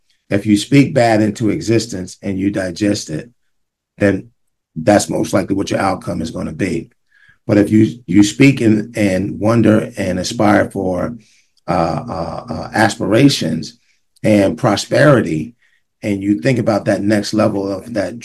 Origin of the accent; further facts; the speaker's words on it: Montclair, New Jersey, United States; And so I'm from Montclair, but I used to, Gerald, when I began to change my life, we had a department store in Montclair called Haynes Department Store.